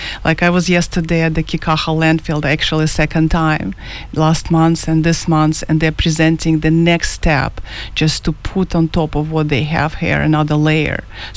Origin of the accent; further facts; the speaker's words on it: Ukraine; also born or lived in Vancouver, Canada / Paris, France / Malaga, Spain / Marbella, Spain; now in Kauai, United States; I grew up in Ukraine